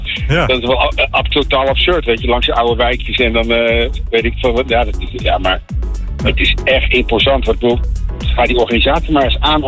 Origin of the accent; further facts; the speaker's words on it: Rotterdam, South Holland, Netherlands; Ik ben zelf Rotterdammer. Ja. Ik ben getogen Rotterdam. Dus bij de Euromast opgegroeid, zeg maar.